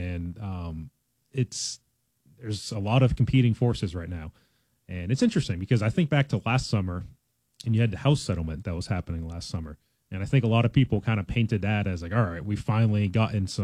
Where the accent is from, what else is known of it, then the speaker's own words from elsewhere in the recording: Buffalo, New York, United States; They didn't have them in Buffalo. And I came from Buffalo down here.